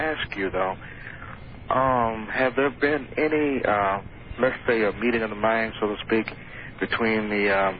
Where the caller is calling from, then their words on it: Memphis, Tennessee, United States; Yes, I'm calling from Memphis, Tennessee.